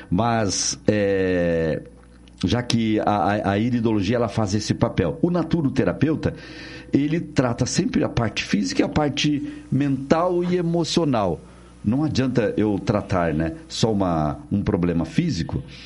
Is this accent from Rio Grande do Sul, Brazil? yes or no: yes; Rolante, Rio Grande do Sul, Brazil; born there; Gaúcho falso. Eu nasci no Rio Grande do Sul, cidade de Rolante.